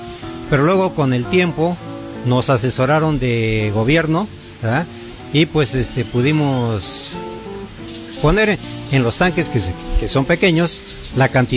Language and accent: Spanish; San Bartolo Tutotepec, Hidalgo, Mexico; Exactamente, somos originarios de aquí de San Bartolo, Tutotepec. Somos nacidos aquí en la colonia industrial, la calle 16 de enero, número 20